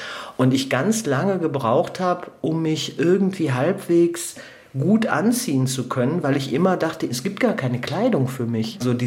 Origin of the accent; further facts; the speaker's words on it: Duisburg, North Rhine-Westphalia, Germany; Also ich bin als Säugling, bin ich ins Ruhrgebiet gekommen und da war es wirklich noch das volle Ruhrgebiet, die volle Dröhnung, also der volle Ruß, der volle Industriehimmel.